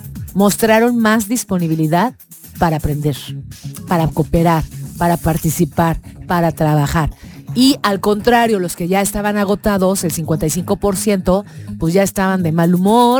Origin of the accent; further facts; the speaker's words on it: Mexico; Es que como los mexicanos nos dan la mano y agarramos el pie.